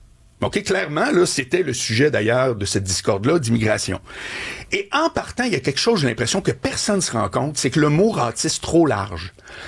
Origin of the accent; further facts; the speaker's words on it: Quebec City, Quebec, Canada; Moi, de primaire, première année, jusqu'à mon arrivée à l'université, je viens de Charlebourg, là.